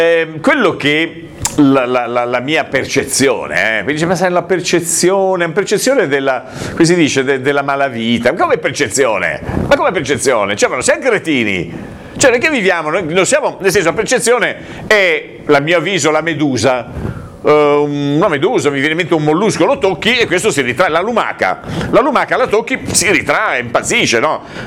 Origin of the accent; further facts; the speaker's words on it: Genoa, Liguria, Italy; sono un genovese, sono ligure, sono genovese